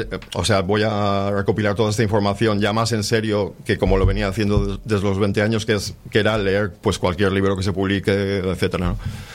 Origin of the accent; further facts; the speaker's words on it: Santoña, Cantabria, Spain; ha cambiado el viento en mi pueblo